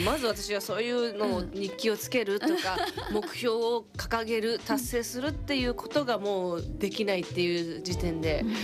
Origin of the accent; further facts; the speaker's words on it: Kansai, Japan; で私関西出身なんですけど、